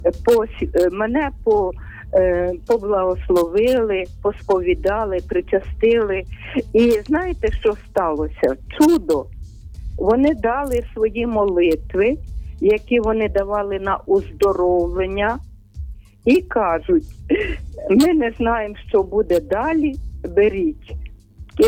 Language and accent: Ukrainian; Lviv, Lviv Oblast, Ukraine; І в мене дуже велике таке життя, і я зі Львова